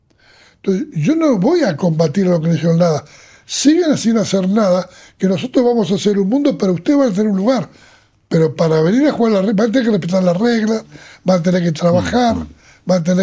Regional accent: Uruguay; Y esa sociedad no es la mía, yo soy uruguayo. En Uruguay nadie más que nadie.

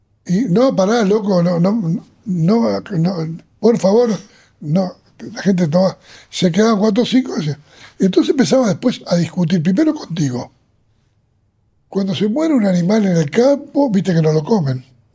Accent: Uruguay; Y esa sociedad no es la mía, yo soy uruguayo. En Uruguay nadie más que nadie.

